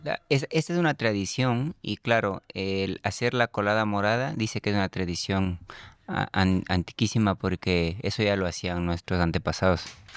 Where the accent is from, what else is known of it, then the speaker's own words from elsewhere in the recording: Ecuador; vengo de Ecuador.